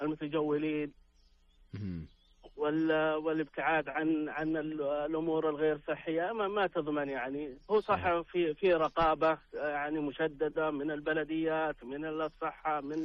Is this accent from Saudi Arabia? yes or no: yes; Saudi Arabia; احنا كسعوديين وكعرب كل واحد يقول بالشيء اللي عنده